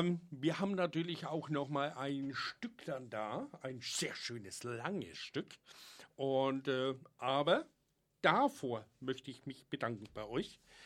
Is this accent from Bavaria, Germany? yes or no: yes; Bavaria, Germany; accent: Franconian; Ja, auch der Slang war sehr fränkisch, ich weiß. Auch der Moderator ist seinem Geburtsort hörig geworden.